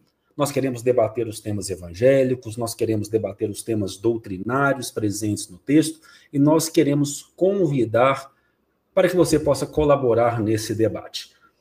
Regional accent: Minas Gerais, Brazil; Sou mineiro

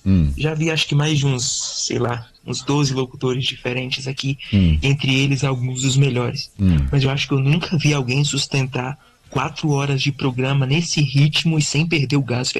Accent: Minas Gerais, Brazil; Ô Diego, você sabia que aqui em Minas Gerais sempre é muito difícil saber se um cara, ele ou é gay ou ele é muito mineiro, que a gente conversa de jeitinho, então nunca dá pra saber, mas eu só sou mineiro, tá bom?

